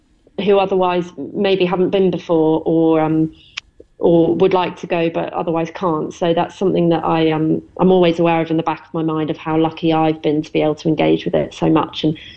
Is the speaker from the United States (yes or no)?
no; Stratford-upon-Avon, West Midlands, United Kingdom; moved away; I grew up in Stratford-on-Avon, where Shakespeare was born